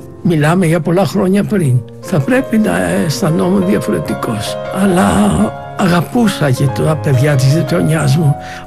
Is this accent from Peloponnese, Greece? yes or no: no; Athens, Attica, Greece; moved away; Γεννήθηκα στην Αθήνα. Είμαι βέρος Αθηναίος. Αλλά ουσιαστικά πήρε μορφή η ζωή μου εκτός Ελλάδας. Στα 30 χρόνια εκτός Ελλάδας